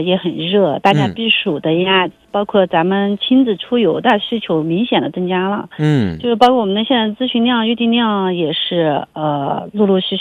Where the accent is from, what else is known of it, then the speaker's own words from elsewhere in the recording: Sichuan, China; now in Urumqi, China; 咱们老家四川